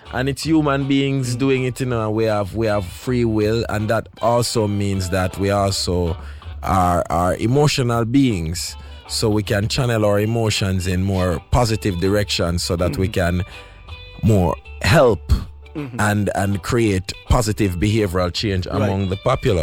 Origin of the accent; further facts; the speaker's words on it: Kingston, Kingston Parish, Jamaica; So I grew up in Franklin Town, Kingston 16.